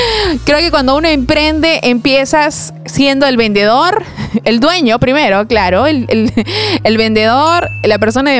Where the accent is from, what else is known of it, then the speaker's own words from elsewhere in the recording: Peru; nos caracteriza como peruanos